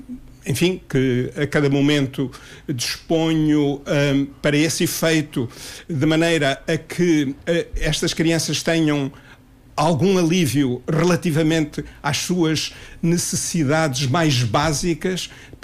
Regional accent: Benguela, Angola; moved away; Eu cresci em Benguela, brinquei no Rio Corinje descalço com estas crianças. Fui uma delas, aliás. Também andei numa escola primária que não era privada, que era do Estado.

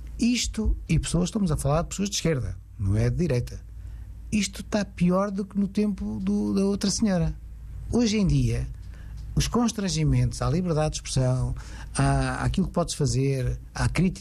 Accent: Portugal; Eu sou de Portugal, claro, estou a falar de Portugal.

